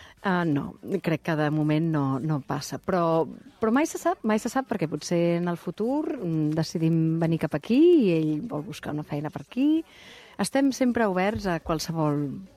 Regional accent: Catalonia, Spain; com a actriu catalana i espanyola tinc més feina aquí a Catalunya i a Espanya que no pas a Anglaterra.

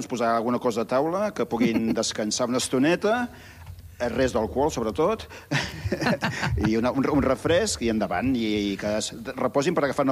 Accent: Sant Martí de Tous, Catalonia, Spain; now in Arenys, Spain; jo sóc d'Igualada, Sant Martí de Tous.

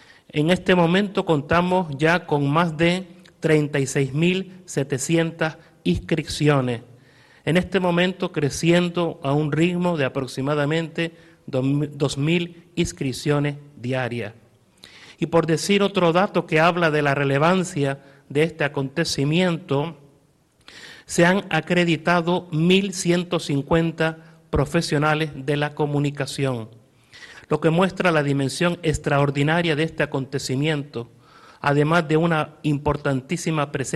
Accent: Canary Islands, Spain; nuestra tierra

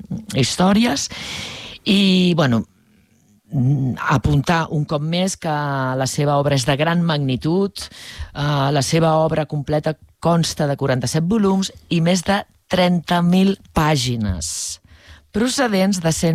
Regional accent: Palafrugell, Catalonia, Spain; also born or lived in Cadaqués; Cadaqués, on vivia, i Palafrugell, el meu poble natal

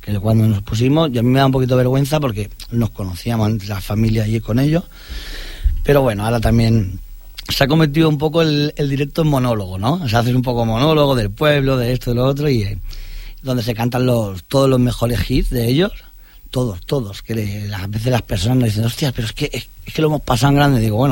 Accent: Cornellà de Llobregat, Catalonia, Spain; Los de Cornellá, que yo soy de Cornellá.

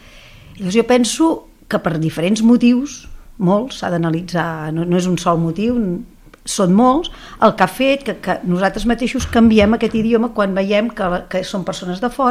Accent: Catalonia, Spain; la llengua amb què ens han abraçolat, amb què ens han estimat, i la llengua que hem viscut sempre, els que som catalans de sempre

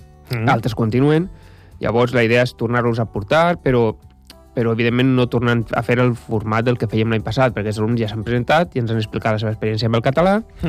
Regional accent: Valencian Community, Spain; jo soc valencià, la gent ja ho sap

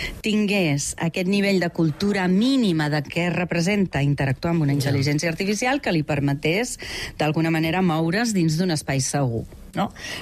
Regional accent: Figueres, Catalonia, Spain; now in Barcelona, Spain; jo vaig venir a estudiar de Figueres a Barcelona

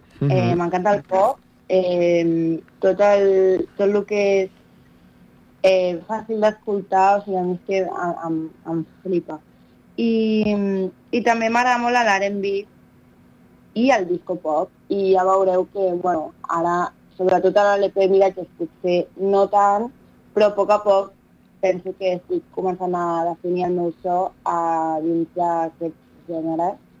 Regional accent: Terrassa, Catalonia, Spain; sóc de Terrassa i sóc cantant i artista emergent.

